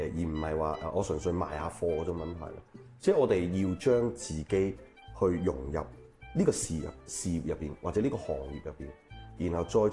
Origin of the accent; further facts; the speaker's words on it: China; 这個品牌轉到落我哋中國人手上之後